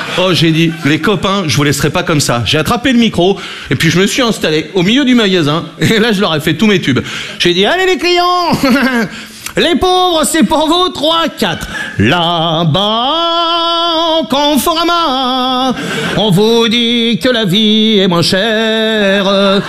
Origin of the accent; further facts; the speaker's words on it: Brittany, France; je suis breton, j'ai 20 ans.